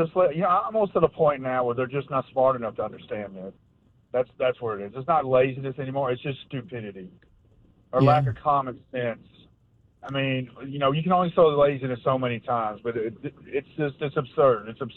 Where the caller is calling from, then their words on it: Tennessee, United States; I'm from East Tennessee.